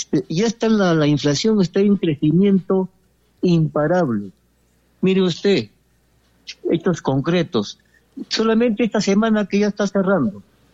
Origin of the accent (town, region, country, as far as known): Peru